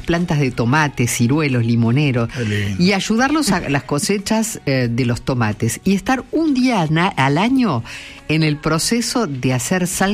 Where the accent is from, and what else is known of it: Chivilcoy, Buenos Aires Province, Argentina